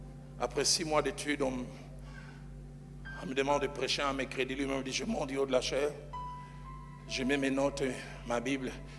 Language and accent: French; Kinshasa, DR Congo; Chez nous, à Kinshasa